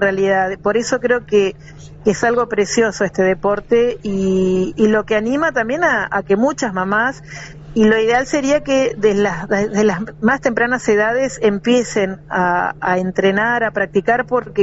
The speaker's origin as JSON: {"language": "Spanish", "country": "Argentina", "moved": "yes", "said": "Yo soy argentina, me inculcaron de tal manera en Buenos Aires"}